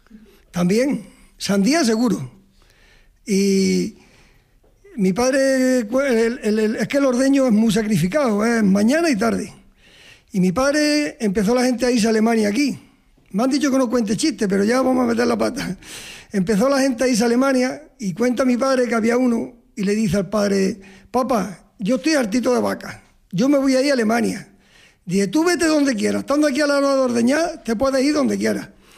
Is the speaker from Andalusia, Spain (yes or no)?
yes; Villanueva del Duque, Andalusia, Spain; de Villanueva del Duque.